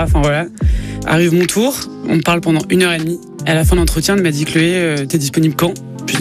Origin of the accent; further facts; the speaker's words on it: Lille, Hauts-de-France, France; J'ai dit, bah je viens de Lille